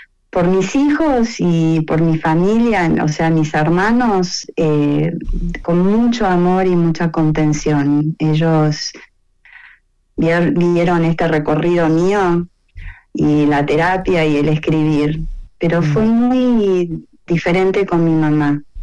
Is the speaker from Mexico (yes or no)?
no; Buenos Aires, Argentina; now in United States; cuando yo vivo en Estados Unidos y yo volvía a Buenos Aires